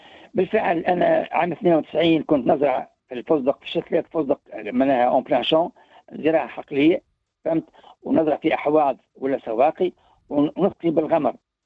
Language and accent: Arabic; Tunisia